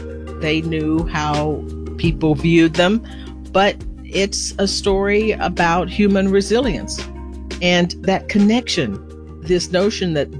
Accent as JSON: {"language": "English", "town": "Conroe", "region": "Texas", "country": "United States", "tie": "born or raised there", "also_born_or_lived": "Livingston, Texas", "moved": "yes", "lives_now": "Manhattan, United States", "said": "But my parents moved to Conroe when I was about 6 months old. So it was a spread out sort of rural town. It was a prosperous town. It was founded as an oil town, and there was a sawmill there."}